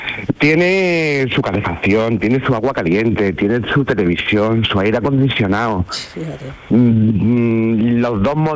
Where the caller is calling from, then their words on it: Puente Genil, Andalusia, Spain; Pues estamos en Puente Genil, en Córdoba.